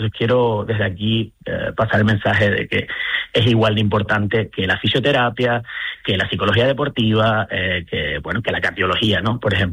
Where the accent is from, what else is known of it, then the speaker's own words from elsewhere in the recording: Canary Islands, Spain; Mira, como soy made in Canarias y orgulloso, ¿no?